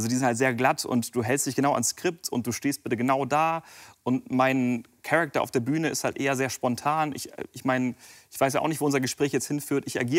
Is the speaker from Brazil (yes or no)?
no; Japan; German is a second language; ist ja recht klar, wenn ihr mich hier seht und ich Englisch spreche, aus wo ich herkomme, ne, ich bin Japaner.